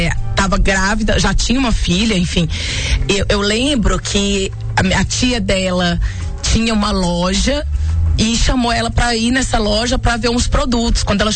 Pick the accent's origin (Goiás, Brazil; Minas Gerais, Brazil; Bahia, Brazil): Minas Gerais, Brazil; Timóteo; Sou de Timóteo, natural de Timóteo.